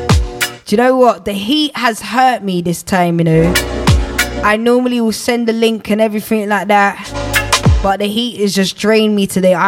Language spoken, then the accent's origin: English; Jamaica; and she's Ghanaian, I'm Jamaican, but her kid's father is Jamaican